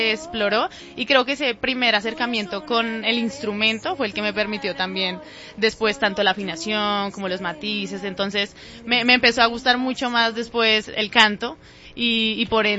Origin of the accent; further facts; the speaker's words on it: Bogotá, Bogotá Capital District, Colombia; Rola, sí, de Bogotá.